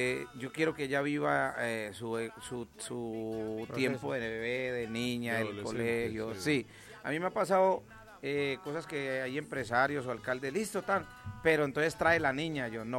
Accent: Tello, Huila, Colombia; soy del departamento del Huila, de San Andrés Tello Gigante.

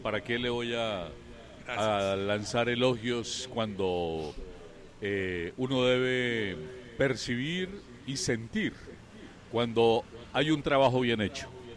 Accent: Colombia; como colombianos nos siguen viendo como chipchombianos

